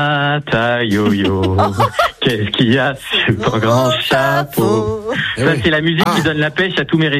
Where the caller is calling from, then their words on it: Auribeau-sur-Siagne, Provence-Alpes-Côte d'Azur, France; Je vous appelle d'Auribeau-sur-Siagne, près de Cannes.